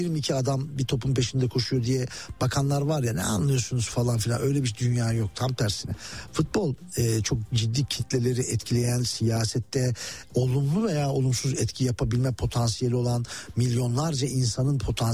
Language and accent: Turkish; Muş, Muş Province, Turkey; born there; moved away; Güroymak, Güroymak ha. Bizim Muş sınırına çok yakındır.